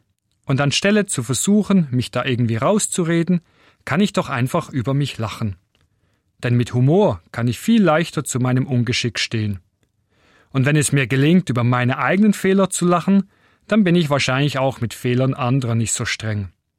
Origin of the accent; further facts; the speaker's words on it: Switzerland; moved away as an adult; now in Mittweida, Germany; Als Schweizer, der damals erst kurz in Deutschland lebte